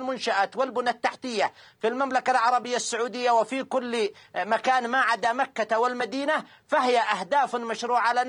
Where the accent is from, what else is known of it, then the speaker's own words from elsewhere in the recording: Yemen; حصار بلدنا